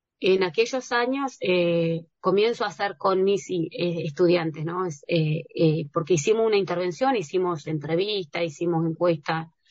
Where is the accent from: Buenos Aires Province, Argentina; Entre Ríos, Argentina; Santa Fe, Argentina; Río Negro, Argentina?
Río Negro, Argentina; Valcheta; a mí me pasa que mi familia, toda mi familia está en Balcheta. Balcheta es mi tierra, mi lugar, porque mi familia es de la meseta Somuncurá.